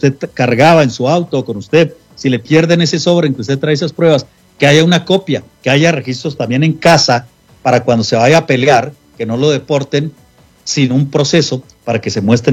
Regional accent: Mexico; now in Colorado, United States; porque yo soy mexicano y yo vivo aquí

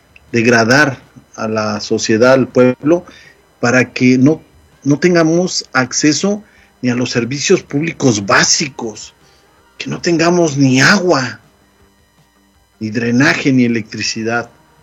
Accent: Morelos, Mexico; yo soy de Morelos, ¿no?

